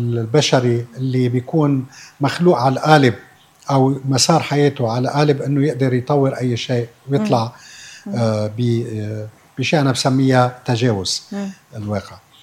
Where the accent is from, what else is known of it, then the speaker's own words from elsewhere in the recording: Lebanon; born there; أنا كمسلم سني أني خلقت بلبنان تعددي